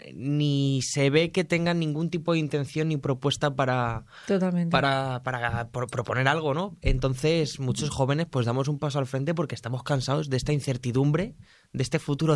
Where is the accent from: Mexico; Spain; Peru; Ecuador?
Spain; born there; Yo, si no hubiese nacido en España, lo hubiese deseado.